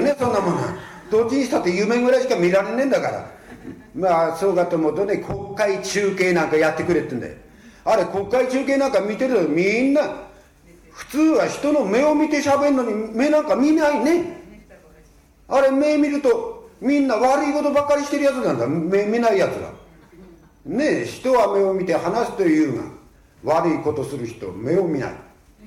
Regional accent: Ibaraki, Japan; moved away as an adult; 私のふるさと茨城

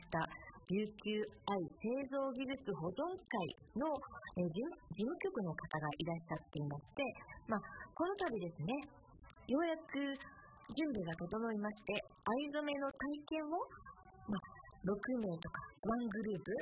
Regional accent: Shiga, Japan; now in Okinawa, Japan; 私のふるさとであります滋賀近江の伝統

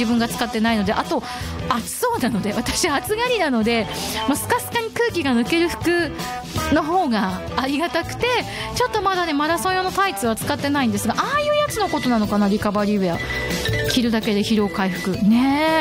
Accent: Hokkaido, Japan; 北海道民としてもトウモロコシの産地ですからやってみたいなと思いました。

